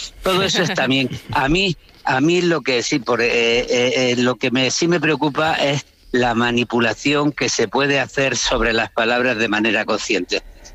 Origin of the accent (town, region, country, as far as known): Granada, Andalusia, Spain